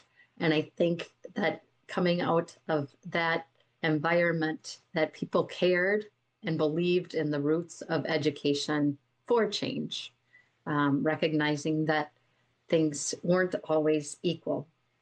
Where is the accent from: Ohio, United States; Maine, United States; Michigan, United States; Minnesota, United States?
Minnesota, United States; Golden Valley; I was raised in Golden Valley, Minnesota, Okoche, the Dakota name for Minnesota.